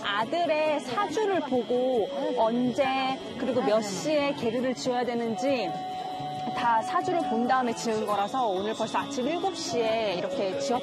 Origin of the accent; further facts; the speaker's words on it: South Korea; 저 한국에서 왔다고